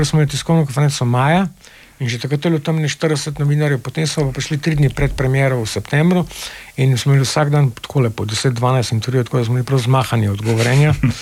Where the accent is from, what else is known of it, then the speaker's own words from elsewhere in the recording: Ljubljana, Slovenia; jaz sem Ljubljančan, pa moj dedek je bil Ljubljančan, pa tudi pradedek je bil Ljubljančan.